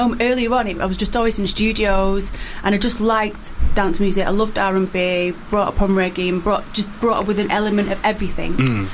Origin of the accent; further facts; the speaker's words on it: Manchester, North West England, United Kingdom; because we're from Manchester, we live 2 miles away from each other